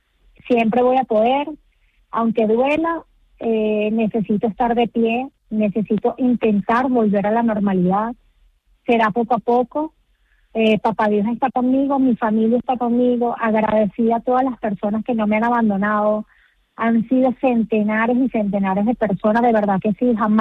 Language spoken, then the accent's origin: Spanish; La Guaira, Venezuela; en La Guaira, en mi país, en mi pueblo